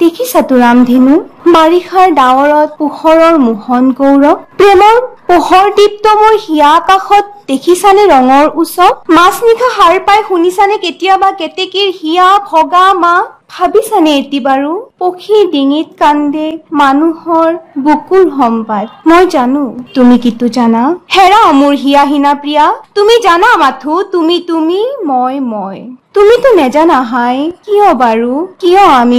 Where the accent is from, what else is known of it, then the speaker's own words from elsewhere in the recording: Rangia, Assam, India; হয়, নমস্কাৰ … মই ৰঙিয়াৰ পৰা আহিছো।